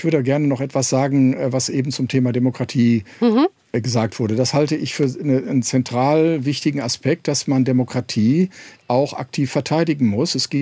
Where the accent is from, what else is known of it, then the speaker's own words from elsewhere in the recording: West Germany, Germany; now in Munich, Germany; Ich bin selber Westdeutscher.